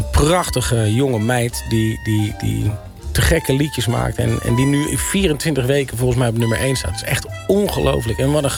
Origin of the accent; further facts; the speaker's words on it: Netherlands; Maar kijk, ik groeide op in Nederland met country music.